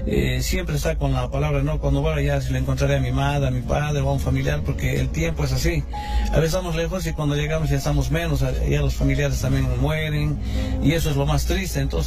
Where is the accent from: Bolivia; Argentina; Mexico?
Bolivia; Tarabujillo, Chuquisaca; now in Tarija, Bolivia; hace 17 años que vivo acá en Tarija. Yo soy de Sucre y me vine a, por estos lados buscando un futuro mejor.